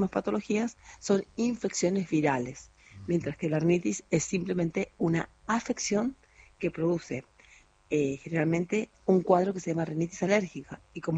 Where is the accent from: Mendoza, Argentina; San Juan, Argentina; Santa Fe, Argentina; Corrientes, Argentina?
Corrientes, Argentina; Bellavista; Yo estoy en realidad ciudad, yo le digo pueblo, pero ciudad. Yo estoy en Bellavista, Corrientes, ocasionalmente, pero trabajo en Buenos Aires, obvio.